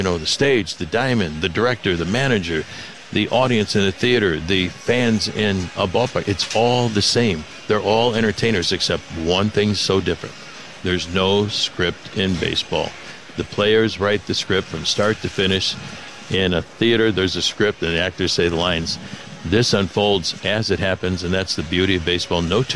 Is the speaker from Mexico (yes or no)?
no; Chicago, Illinois, United States; I still go back to my days as a kid, Shannon, growing up in Chicago.